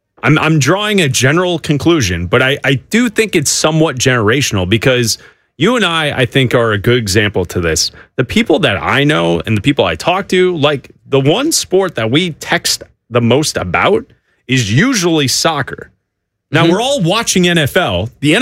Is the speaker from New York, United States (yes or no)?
no; Chicago, Illinois, United States; I live here. That's my team, right? Like, you and I grew up in the Jordan era in Chicago.